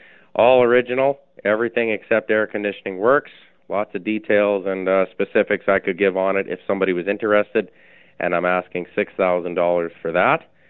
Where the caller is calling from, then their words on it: Portage la Prairie, Manitoba, Canada; Porter's the Prairie.